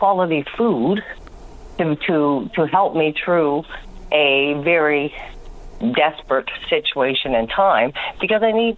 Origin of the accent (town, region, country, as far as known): Newfoundland and Labrador, Canada